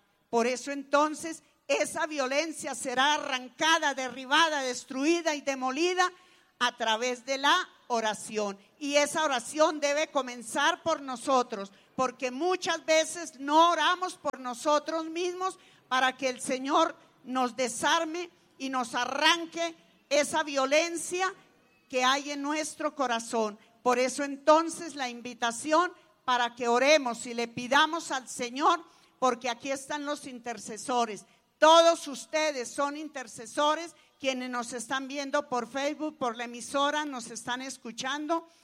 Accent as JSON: {"language": "Spanish", "country": "Colombia", "said": "nosotros como colombianos"}